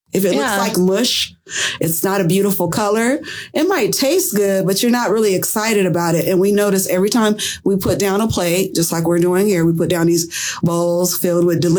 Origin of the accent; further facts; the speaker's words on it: San Diego, California, United States; now in Wisconsin, United States; You know, I'm from San Diego, California.